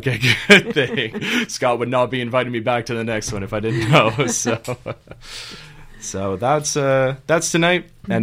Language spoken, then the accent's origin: English; Chilliwack, British Columbia, Canada; I'm from Chilliwack, I'm not from Victoria.